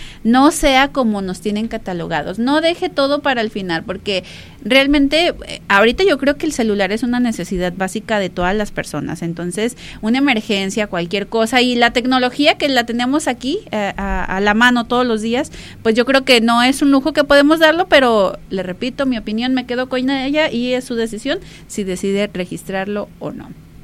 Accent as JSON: {"language": "Spanish", "country": "Mexico"}